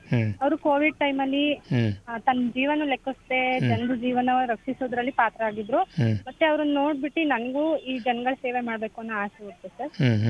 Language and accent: Kannada; Halebidu, Karnataka, India; moved away as an adult; now in Mysore, India; ನನ್ನ ಊರು ಹಾಸನ್ ಡಿಸ್ಟ್ರಿಕ್ ಹಳೆಬೀಡು.